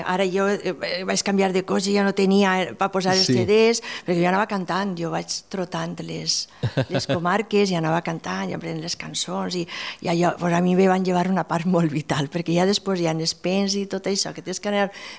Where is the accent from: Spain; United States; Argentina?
Spain; Gandia, Valencian Community; now in Altea, Spain; Soc de Gandia, visc Altea